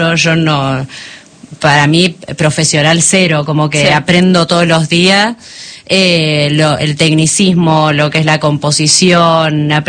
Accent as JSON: {"language": "Spanish", "town": "Pellegrini", "country": "Argentina", "tie": "born or raised there"}